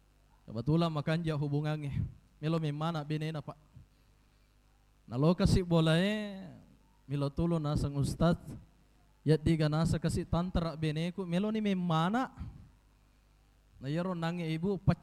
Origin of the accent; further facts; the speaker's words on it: Belawa, South Sulawesi, Indonesia; now in Pinrang, Indonesia; Saya ini Pak Ibu, saya asli orang Belawa. Sudah 15 tahun tinggal di Pinrang.